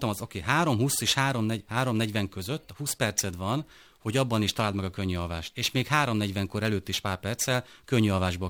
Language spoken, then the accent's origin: Hungarian; Szabolcs-Szatmár-Bereg, Hungary; én Szabolcsi vagyok